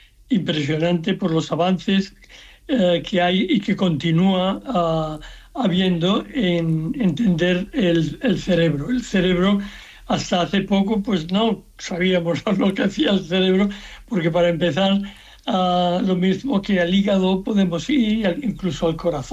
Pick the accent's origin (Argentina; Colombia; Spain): Spain; Seville, Andalusia; born there; Aquí, yo nací en Sevilla, en fin, con 14 años me suspendieron en todas